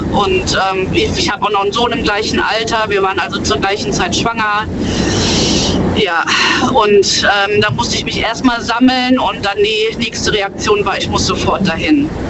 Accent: Hennef, North Rhine-Westphalia, Germany; Hennef. Ich komme aus Hennef.

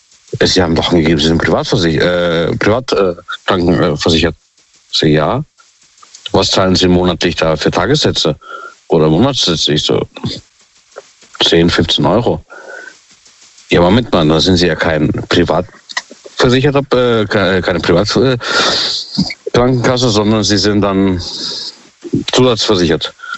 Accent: Ottersweier, Baden-Württemberg, Germany; Jawohl, aus Ottersweier.

